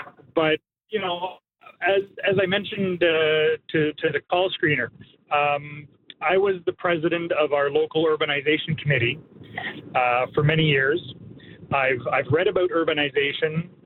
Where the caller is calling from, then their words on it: Quebec, Canada; Well, I'm calling from the Eastern Townships.